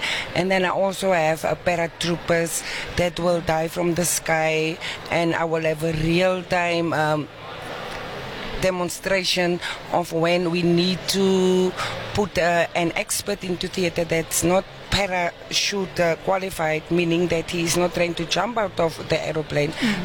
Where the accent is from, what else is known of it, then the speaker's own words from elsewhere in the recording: Oudtshoorn, Western Cape, South Africa; I grew up in Oudtshoorn, very small town in the Western Cape